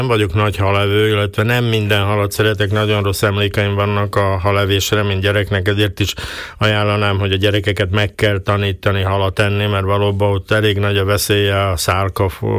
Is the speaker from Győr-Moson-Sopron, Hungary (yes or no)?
no; Komárom, Komárom-Esztergom, Hungary; én Komáromba alapjába véve pontyon nőttem fel